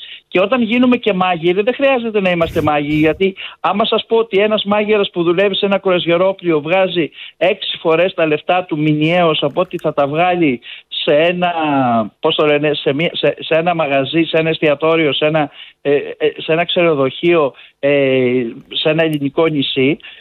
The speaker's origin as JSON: {"language": "Greek", "country": "Greece", "said": "σαν Έλληνες"}